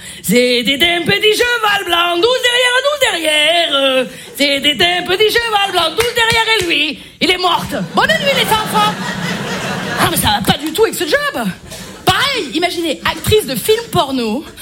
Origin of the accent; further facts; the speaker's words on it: Marseille, Provence-Alpes-Côte d'Azur, France; accent: Marseille; Je m'y connais un accent, hein, je suis marseillaise.